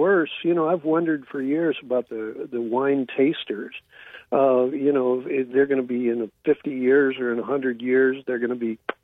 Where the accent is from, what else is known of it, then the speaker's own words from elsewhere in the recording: California, United States; I'm the guy from California